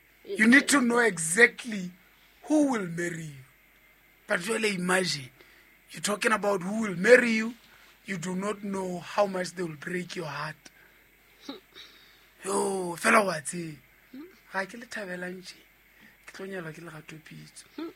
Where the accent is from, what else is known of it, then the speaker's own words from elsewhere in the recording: Montreal, Quebec, Canada; How about a lot of my fellow and I'm from Montreal?